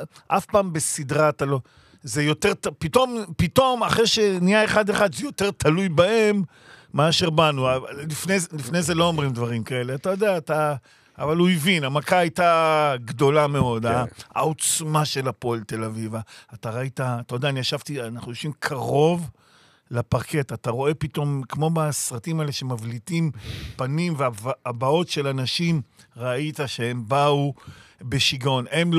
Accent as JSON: {"language": "Hebrew", "town": "Ashdod", "region": "Southern District", "country": "Israel", "said": "אני בא מאשדוד, אני יש לי שידור היום באשדוד"}